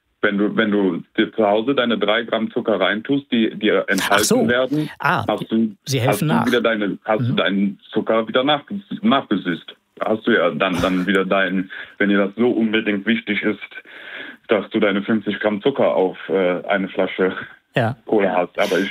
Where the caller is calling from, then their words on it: Eschweiler, North Rhine-Westphalia, Germany; Ich komme nur aus Eschweiler.